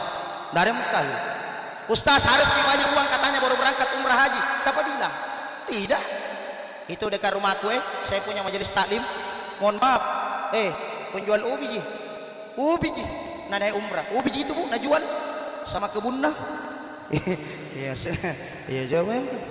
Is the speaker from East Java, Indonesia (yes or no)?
no; South Sulawesi, Indonesia; Kan biasa kita Bugis Makassar itu